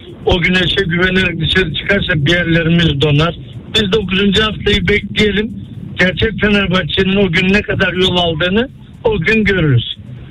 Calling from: Istanbul, Turkey; İstanbul'dan arıyorum.

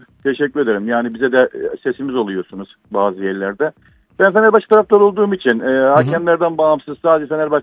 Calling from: Istanbul, Turkey; İstanbul'dan arıyorum.

